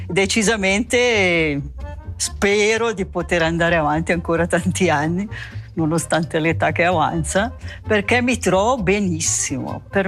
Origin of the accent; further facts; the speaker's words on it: Bellinzona, Ticino, Switzerland; moved away as an adult; now in Lugano, Switzerland; sono nata a Bellinzona, sono cresciuta a Bellinzona, adesso sono 54 anni che sono a Lugano.